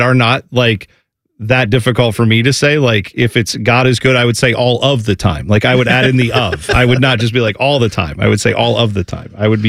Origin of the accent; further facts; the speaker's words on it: Florida, United States; accent: Florida; My Florida accent sounded like John Gruden?